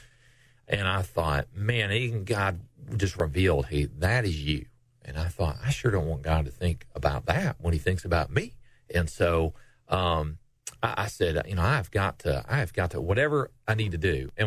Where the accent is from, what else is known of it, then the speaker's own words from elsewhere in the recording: Johnson City, Tennessee, United States; I grew up in Johnson City and went to East Tennessee State